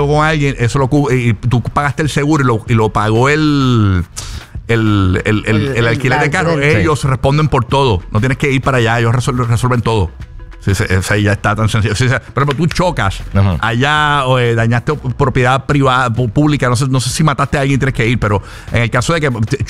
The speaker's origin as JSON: {"language": "Spanish", "country": "Puerto Rico", "said": "Acuérdate que yo vengo de los barrios de Puerto Rico."}